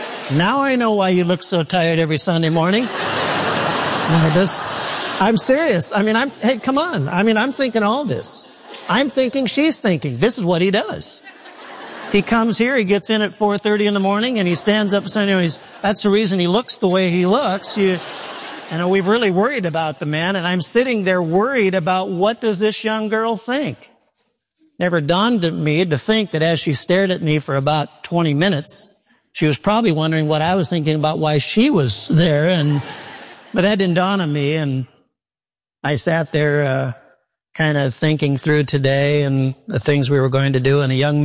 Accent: Midwest, United States; I mean, the lightning was something I've never seen, and I'm from the Midwest.

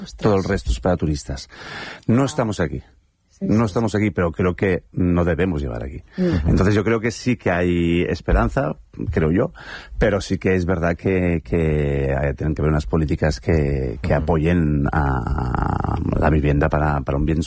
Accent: Valencian Community, Spain; además yo que soy valenciano, imagínate, el esperpento para mí es como el pan nuestro de cada día.

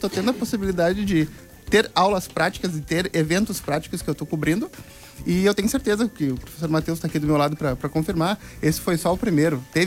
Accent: Porto Alegre, Rio Grande do Sul, Brazil; Eu sou de Porto Alegre.

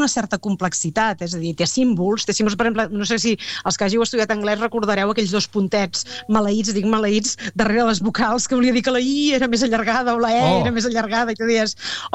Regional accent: Riudoms, Catalonia, Spain; jo sí que sóc de Riudoms, ho dic així clarament

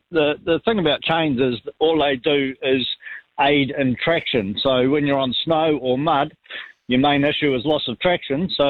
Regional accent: New Zealand; I'm still a Kiwi.

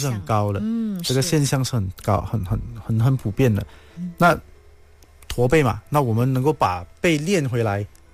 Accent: Malaysia

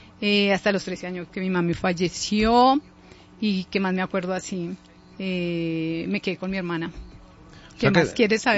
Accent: Bogotá, Colombia; born there; also born or lived in Garagoa, Boyacá; me trajeron acá a Bogotá cuando tenía 3 añitos.

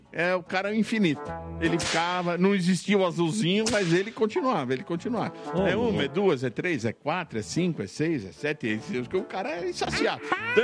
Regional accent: São Paulo, Brazil; Eu também sou de São Paulo, capital. Ah. Maternidade de São Paulo.

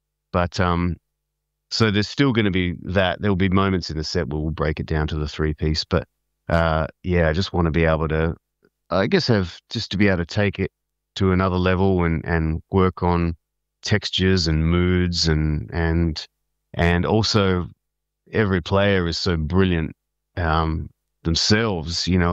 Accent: Adelaide, South Australia, Australia; born or raised there

